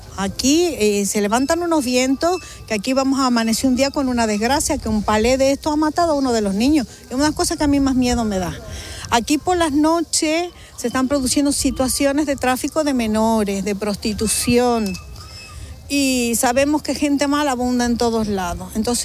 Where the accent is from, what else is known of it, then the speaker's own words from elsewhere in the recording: Argentina; now in Ceuta, Spain; yo soy argentina